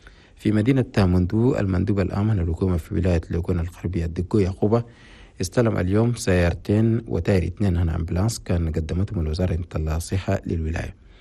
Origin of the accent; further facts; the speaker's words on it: Chad; أعزائي المستمعين الساعة 7:29 في استديو راديو تشاد نفس الساعة في كثير من الأقاليم هنا بلدنا تشاد.